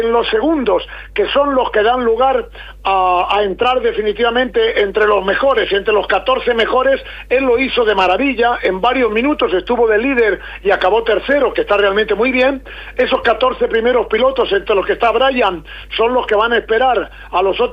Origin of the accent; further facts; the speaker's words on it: Cantabria, Spain; siendo cántabro